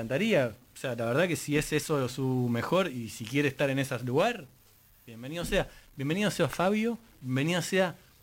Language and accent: Spanish; Temperley, Buenos Aires Province, Argentina; Yo nací en un club. Yo nací en el Launteni de Temperley, club social, donde pasé los primeros 13 años de mi vida en ese club.